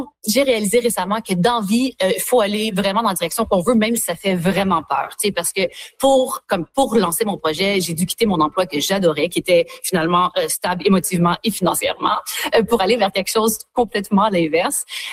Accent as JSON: {"language": "French", "region": "Quebec", "country": "Canada", "moved": "yes", "said": "qui m'a toujours habité finalement depuis que je suis partie du Québec en 2007 à ce moment-là."}